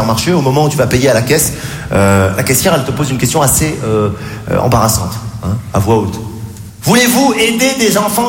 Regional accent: Morocco; born there

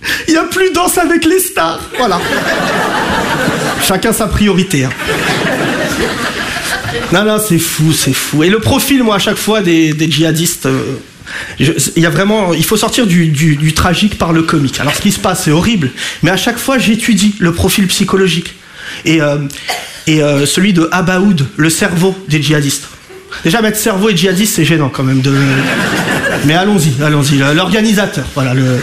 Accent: France; je suis français. Oui, oui, je suis français

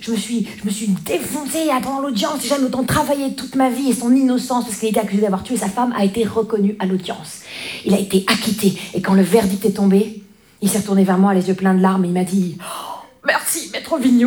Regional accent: Grand Est, France; Moi, je viens des Vosges. Les Vosges.

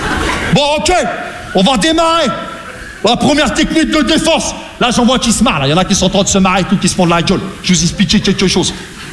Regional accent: Rouen, Normandy, France; parce que moi je viens de Rouen, tu vois, la Normandie, les Vikings

